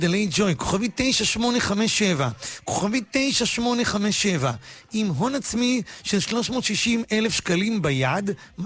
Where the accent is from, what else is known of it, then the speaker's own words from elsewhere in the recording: Bat Yam, Tel Aviv District, Israel; moved away as an adult; now in Rishon LeZion, Israel; אני גדלתי בבת ים, התחנכתי בבת ים, אמא שלי ואחותי והאחיינית שלי ואני, ליבי בבת ים, הייתי בבלפור ובעמידר, וגדלתי בראשונים, ולמדתי באורט הבונים, ואני אוהב את בת ים, אני אומנם כבר 20 שנה פלוס בראשון